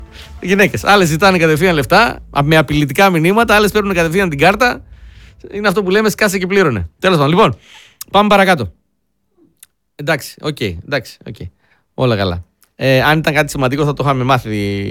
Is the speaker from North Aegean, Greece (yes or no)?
yes; North Aegean, Greece; Εγώ είμαι από Λέσβο και αυτοί ελέγξανε ρολόι στην Αθήνα.